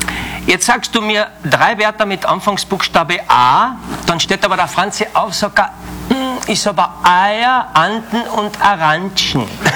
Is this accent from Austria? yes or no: yes; Carinthia, Austria; Also die Kärntner, die haben in gewissen Gebieten ganz eine eigene Sprache, gell? Also Richtung Süden runter, Ferlach ist ja bekannt, die Büchsenmacher. Die reden ein bisschen so, ja, man könnte sagen, bei uns Karawankenfranzösisch.